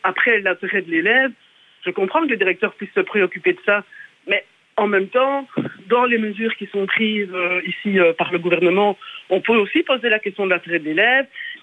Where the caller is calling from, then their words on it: Villers-la-Ville, Wallonia, Belgium; moi je viens de Villers-la-Ville et j'enseigne à Bruxelles